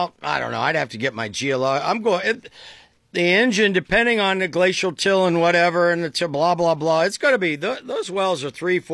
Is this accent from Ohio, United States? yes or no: yes; Dover, Ohio, United States; Well, my hometown of Dover is the same way.